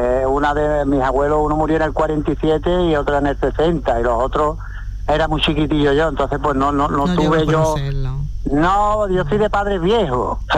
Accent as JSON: {"language": "Spanish", "town": "Paterna de Rivera", "region": "Andalusia", "country": "Spain", "tie": "born there", "moved": "yes", "lives_now": "Fuengirola, Spain", "said": "este es especial, este es mi pueblo, este lo llevo con orgullo"}